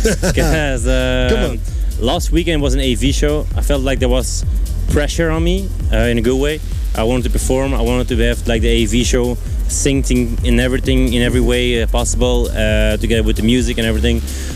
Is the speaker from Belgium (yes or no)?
yes; Belgium; being here at Tomorrowland in my home country is a dream come true.